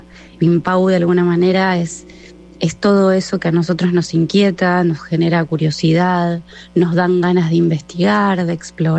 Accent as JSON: {"language": "Spanish", "region": "Buenos Aires Province", "country": "Argentina", "said": "yo soy del conurbano bonaerense, soy de Buenos Aires, de las afueras de la ciudad de Buenos Aires."}